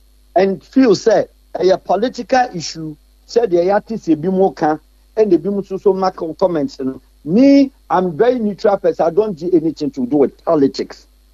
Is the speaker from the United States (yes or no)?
no; Ghana; But I'm speaking on behalf, and as a Ghanaian said, this is not the practice.